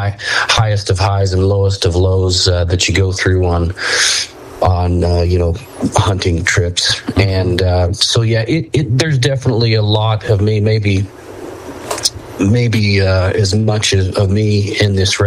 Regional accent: Utah, United States; born there; my home state here in Utah in the West.

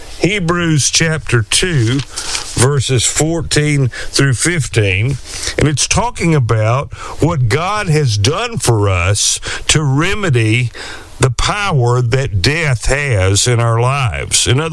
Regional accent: Alabama, United States; now in Texas, United States; I remember growing up in Alabama

